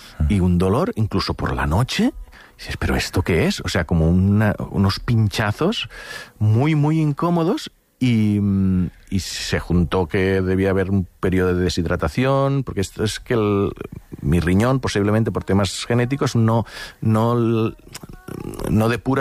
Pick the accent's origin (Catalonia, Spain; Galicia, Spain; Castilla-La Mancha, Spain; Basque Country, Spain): Catalonia, Spain; mira que soy del Delta del Ebre, hay mosquitos, sí.